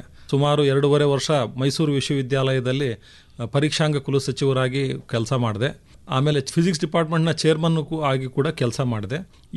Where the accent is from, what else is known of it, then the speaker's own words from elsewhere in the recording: Karnataka, India; Basically ನಾನು ಚಿತ್ರದುರ್ಗ ಜಿಲ್ಲೆಯಿಂದ ಬಂದವನು. ನನ್ನ ಪ್ರೈಮರಿ ಎಜುಕೇಷನ್ ಎಲ್ಲ ಪೂರ್ತಿ ಚಿತ್ರದುರ್ಗದಲ್ಲೇ ಮಾಡಿದೆ.